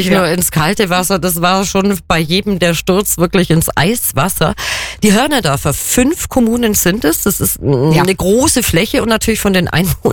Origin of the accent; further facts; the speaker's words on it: Bavaria, Germany; Jetzt bin ich ja Kärntnerin, also Allgäuerin